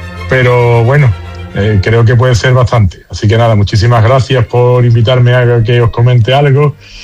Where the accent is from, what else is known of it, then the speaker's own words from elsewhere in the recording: San Juan del Puerto, Andalusia, Spain; dónde estaba San Juan del Puerto, que es mi pueblo